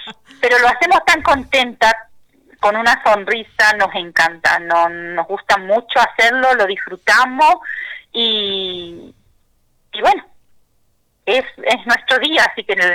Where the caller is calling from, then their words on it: Villa Ocampo, Santa Fe, Argentina; Buenas tardes … de Villa Ocampo les habla.